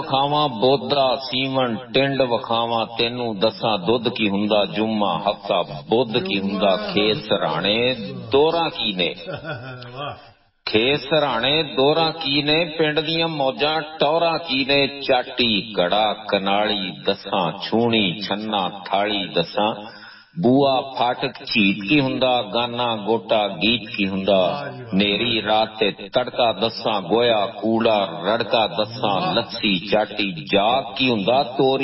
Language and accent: Punjabi; Punjab, Pakistan; میں پنجابی دے وچ لکھنا جی، اردو لکھ سکدا لیکن میں پنجابی ہاں، میں پنجابی دے وچ ہی لکھنا وا تے پنجابی نال پیار کرنا وا.